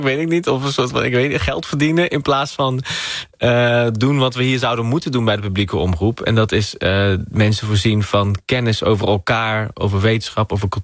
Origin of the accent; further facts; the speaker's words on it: Netherlands; Toen denk ik, ja, maar ik ben ook Marokkaans.